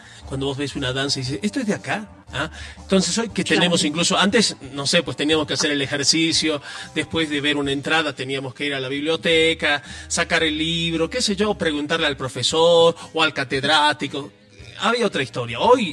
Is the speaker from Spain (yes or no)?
no; Bolivia; nos representa como bolivianos